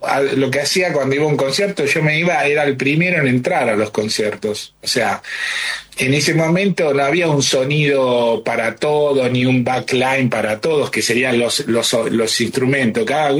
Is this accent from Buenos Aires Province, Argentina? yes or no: yes; Caseros, Buenos Aires Province, Argentina; Yo nací en Caseros, soy de conurbano